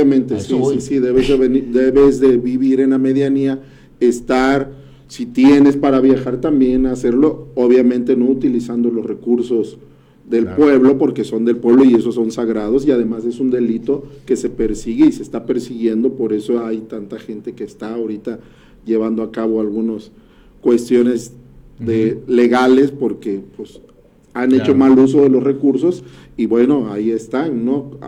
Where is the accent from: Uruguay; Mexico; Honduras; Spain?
Mexico; la defensa de la soberanía es lo que nos da a nosotros una identidad como mexicanos.